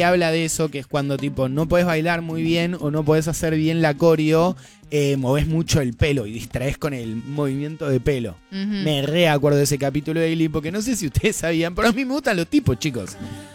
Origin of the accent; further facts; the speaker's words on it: Buenos Aires, Argentina; soy de Liniers, amigo.